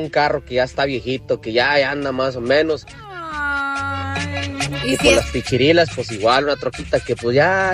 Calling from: Zacatecas, Mexico; Yo soy de un pueblito de Zacatecas.

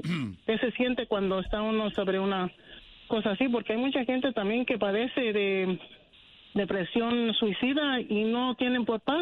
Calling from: United States; hablo mi español así, pero así como hablo el español, hablo en inglés, porque yo soy ciudadana americana y yo vivo aquí en los Estados Unidos.

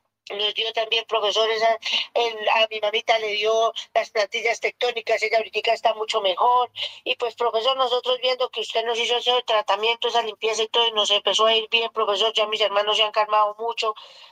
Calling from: Pesca, Boyacá, Colombia; Estoy llamando acá desde Pesca Boyacá

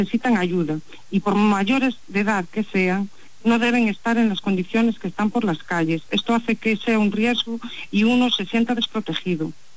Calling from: Pontevedra, Galicia, Spain

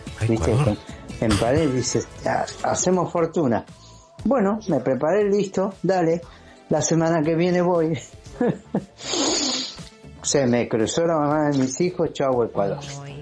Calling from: Mar del Plata, Buenos Aires Province, Argentina; Vivo acá en Mar del Plata. Te quería comentar. Vos sabés que yo, la mamá de mis hijos, la conocí. Yo me había ido, tengo 75 años.

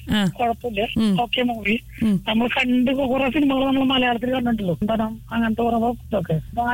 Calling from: Qatar

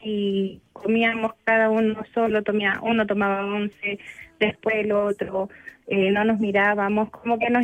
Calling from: Pudahuel, Santiago Metropolitan Region, Chile; Bueno, yo lo estoy llamando de Pudahuel.

